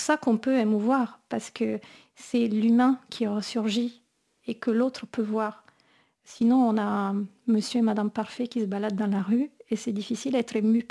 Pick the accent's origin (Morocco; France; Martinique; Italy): Italy; moved away; j'ai grandi en Italie